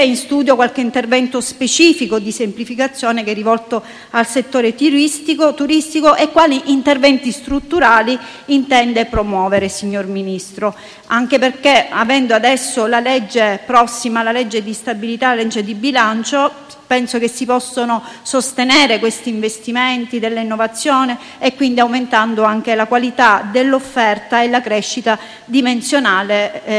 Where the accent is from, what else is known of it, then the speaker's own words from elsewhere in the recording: Sicily, Italy; Io, essendo siciliana, ho in mente sempre la mia Sicilia